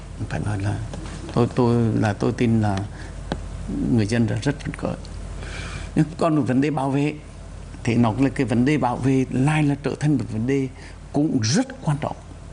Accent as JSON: {"language": "Vietnamese", "region": "Quang Binh", "country": "Vietnam", "tie": "born or raised there", "lives_now": "Hanoi, Vietnam"}